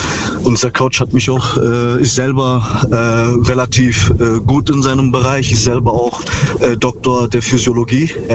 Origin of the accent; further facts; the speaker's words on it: Ravensburg, Baden-Württemberg, Germany; Aus Ravensburg.